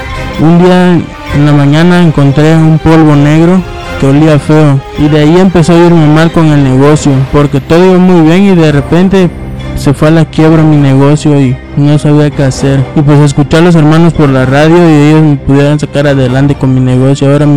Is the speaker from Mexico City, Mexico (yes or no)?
no; Peto, Yucatán, Mexico; vengo de Petu, Yucatán